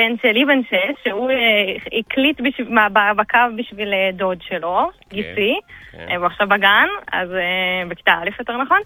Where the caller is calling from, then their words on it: Jerusalem, Jerusalem District, Israel; אני מירושלים.